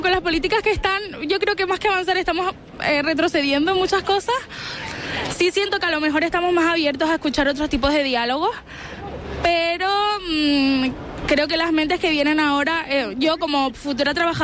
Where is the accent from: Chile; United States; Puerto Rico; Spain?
Spain; Soy la única española en un piso de Erasmus. Sí, en mi propio país he hablado muy poco español, la verdad.